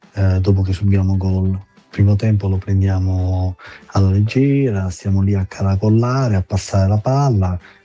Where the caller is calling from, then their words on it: Milan, Lombardy, Italy; sono da Milano.